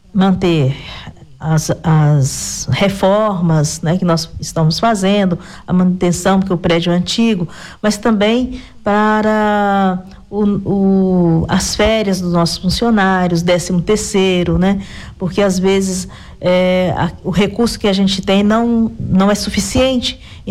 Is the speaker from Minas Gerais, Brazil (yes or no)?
yes; Minas Gerais, Brazil; A gente dá um jeitinho, pode vir, ainda mais que nós somos mineiro sempre dá um jeitinho.